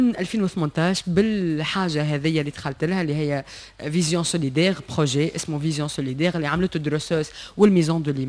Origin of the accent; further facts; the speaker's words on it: Tunisia; مواطنة تونسية